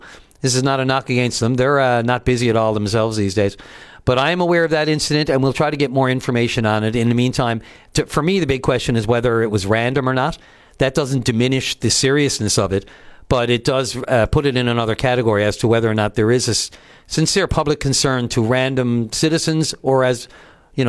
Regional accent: St. John's, Newfoundland and Labrador, Canada; I grew up in the West End of St. John's and around Topsail Road and the Cowan Avenue area.

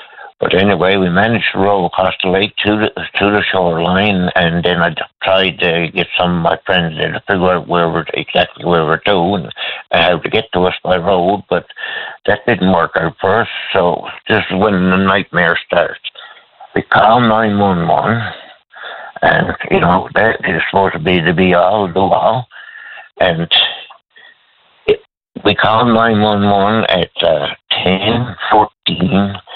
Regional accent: Newfoundland and Labrador, Canada; I would have got help a lot quicker than I actually got as a Newfoundlander. What are we, you know, as a Canadian?

